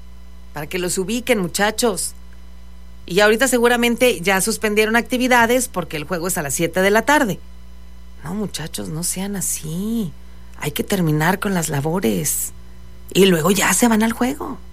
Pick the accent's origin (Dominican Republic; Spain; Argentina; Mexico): Mexico; Monclova, Coahuila; born there; Lo sé porque yo soy de Monclova. Yo nací en Monclova.